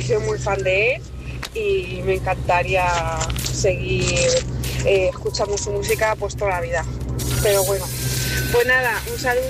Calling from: Madrid, Community of Madrid, Spain; Hola, José, buenos días. … de Madrid.

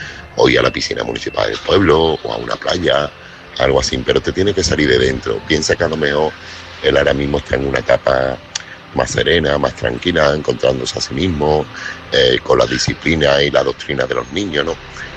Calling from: Seville, Andalusia, Spain; corresponsal de Sevilla.

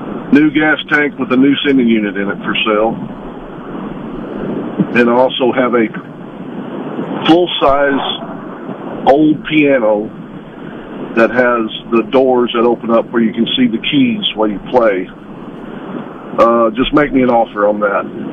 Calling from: Peachville, Missouri, United States; Peachville.

